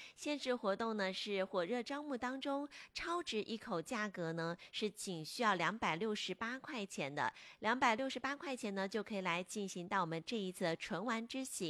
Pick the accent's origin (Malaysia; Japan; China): China; Jiangxi; 也是呢咱们江西人自己的购物的商城